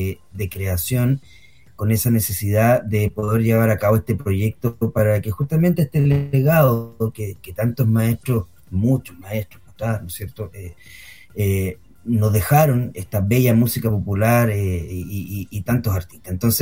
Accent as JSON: {"language": "Spanish", "region": "Valparaíso", "country": "Chile", "said": "somos porteños también, que es un lugar también icónico para hacer música, o sea, Valparaíso es ciudad de la música, es una ciudad reconocida en este ámbito"}